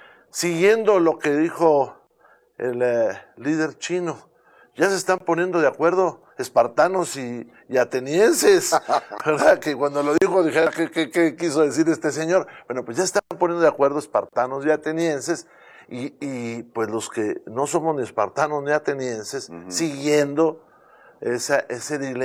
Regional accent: Saltillo, Coahuila, Mexico; moved away; Yo soy de Saltillo.

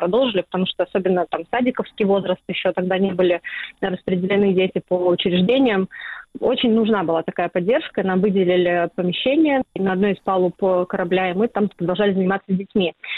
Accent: Russia; now in Estonia; сюда, в Эстонию. И, конечно, они натерпелись, они там сиделись в подвалах. И когда они узнавали, что мы из России, у нас там дети замыкались на какое-то время, им нужно было смириться, привыкнуть, что вот мы из России

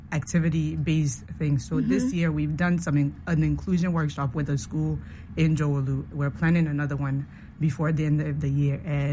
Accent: New York, United States; I know Samuel Boache from growing up in New York

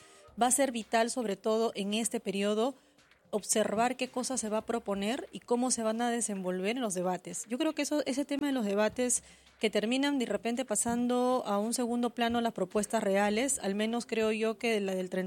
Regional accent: Cajamarca, Peru; yo que soy de Cajamarca, el aeropuerto Jaén, ¿cuánto tiempo tiene ese tema inconcluso?

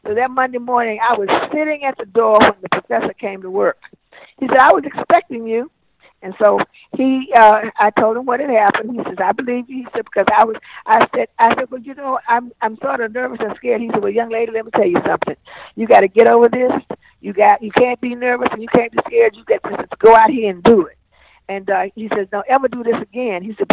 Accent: the South, United States; I grew up in the South

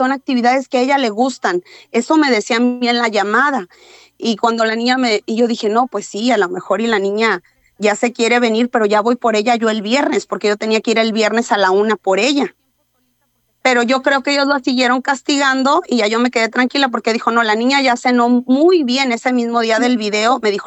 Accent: Mante, Tamaulipas, Mexico; yo no soy de Madero, yo soy de Mante

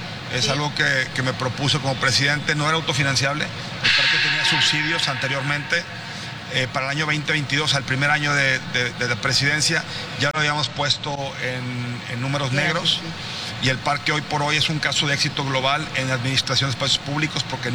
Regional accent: Monterrey, Nuevo León, Mexico; aquí, soy de Monterrey

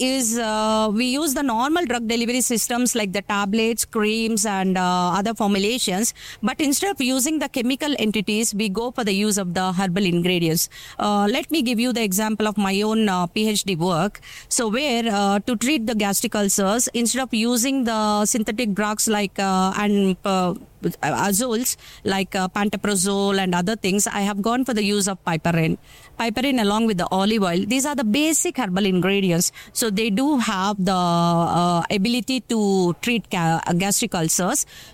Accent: India; moved away as an adult; now in Kenya; I'm from India, basically.

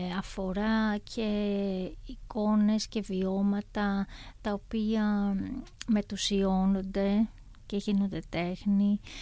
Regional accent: Central Macedonia, Greece; moved away as an adult; also born or lived in Thessaloniki / Athens; Γεννήθηκα στη Θεσσαλονίκη και μεγάλωσα σε ένα χωριό στην Σπενδάμη Πιερίας, σε ένα καπνοχώραφο θα έλεγα.

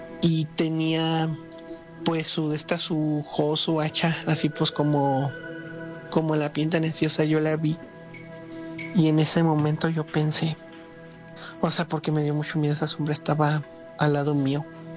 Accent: San Francisco del Rincón, Guanajuato, Mexico; de San Francisco del Rincón, Guanajuato.

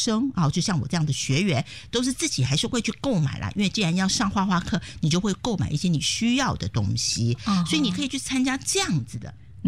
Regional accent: Taiwan; moved away as an adult; now in North West England, United Kingdom; 其实我是台湾人，道地的台湾人，土生土长的。

